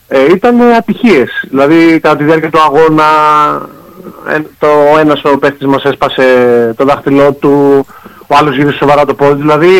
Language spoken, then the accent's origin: Greek; Pyrgos, Western Greece, Greece; Εγώ από τον Πύργο. Είμαι στον Πύργο.